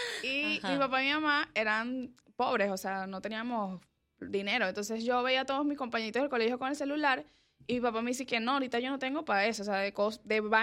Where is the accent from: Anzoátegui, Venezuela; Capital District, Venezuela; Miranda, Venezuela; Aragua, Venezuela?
Miranda, Venezuela; Guatire; moved away as an adult; now in Panama; nosotros somos de Caracas, de un área que se llama Guatire, que es como a 2 horas de Caracas.